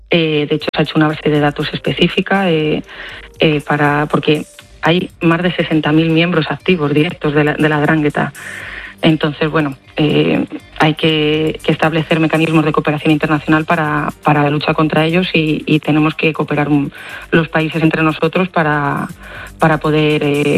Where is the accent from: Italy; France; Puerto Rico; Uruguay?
Italy; Spanish is a second language; Y luego también, un poco siendo italiano, España e Italia son países muy similares